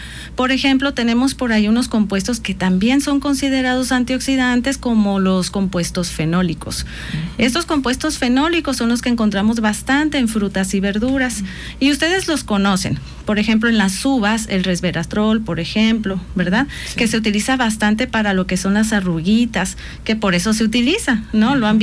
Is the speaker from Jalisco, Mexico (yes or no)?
yes; Jalisco, Mexico; yo soy de Jalisco, entonces lo conocen como jitomate, ¿verdad?